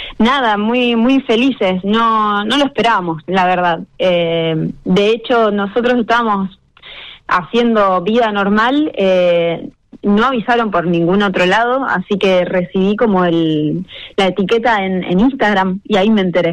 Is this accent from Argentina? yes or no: yes; Rosario, Santa Fe, Argentina; con Pablo somos acá compatriotas rosarinos.